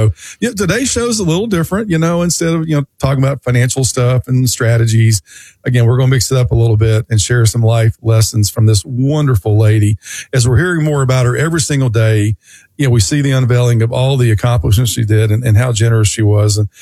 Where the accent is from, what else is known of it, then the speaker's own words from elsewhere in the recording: Tennessee, United States; growing up in Tennessee